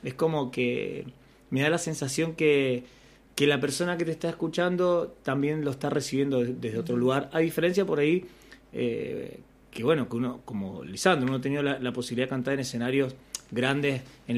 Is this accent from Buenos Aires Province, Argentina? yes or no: no; Mendoza, Argentina; soy mendocino